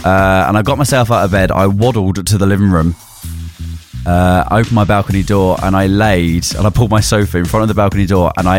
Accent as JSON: {"language": "English", "country": "United Kingdom", "said": "God, I love us as a British nation that it gets to the point where throughout the whole year we're like, when's it going to get hot?"}